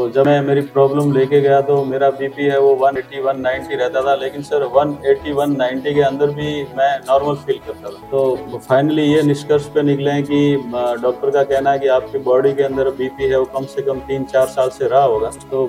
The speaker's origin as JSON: {"language": "Hindi", "area": "Sirohi district", "region": "Rajasthan", "country": "India", "said": "Sir, मैं राजस्थान सिरोही जिले से हूं। अभी राजस्थान गवर्नमेंट के अंदर मैं एज ए प्राइमरी टीचर गांव के अंदर ही पद स्थापित हूं।"}